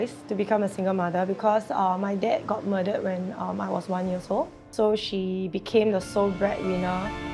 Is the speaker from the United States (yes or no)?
no; Singapore; I'm from Singapore.